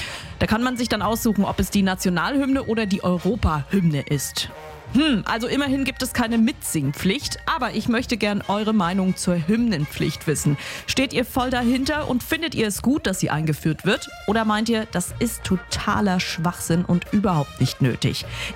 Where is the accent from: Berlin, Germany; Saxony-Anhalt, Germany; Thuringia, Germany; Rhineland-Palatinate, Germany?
Thuringia, Germany; now in Bavaria, Germany; Also ich als Thüringerin kann damit jetzt nicht so viel anfangen